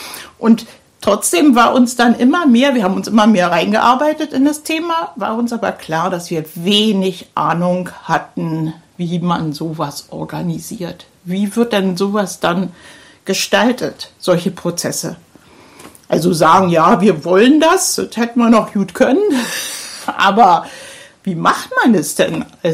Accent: Berlin, Germany; Also ich komme aus dem Stadtbezirk Pankow und habe mich da auch engagiert

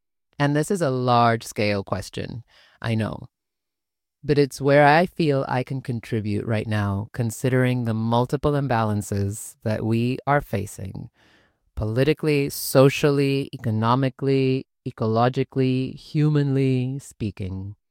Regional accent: Panama; now in Mallorca, Spain; I was born and raised in Panama with Caribbean and British roots. Now I'm based in Mallorca with my partner and two kids.

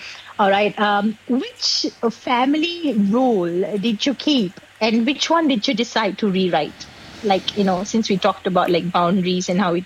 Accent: Singapore; I grew up in Singapore and, you know, we Singaporeans struggle with tradition and progression and modernity.

